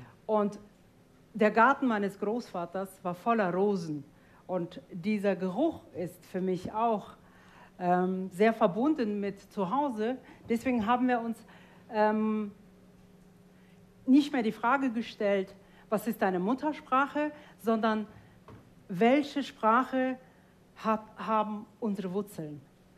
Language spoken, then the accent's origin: German; Tajikistan; first language Tajik; German is a second language; moved away; Dari, Tadschikisch. Das sind drei verschiedene Ethnolekte des Persischen und Russisch, weil ich in Tadschikistan geboren und aufgewachsen bin.